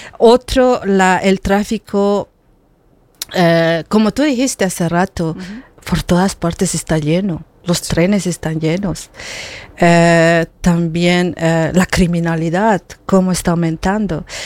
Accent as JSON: {"language": "Spanish", "country": "Bolivia", "moved": "yes", "lives_now": "Switzerland", "said": "En Bolivia también es así. Tenemos problemas de regionalismo."}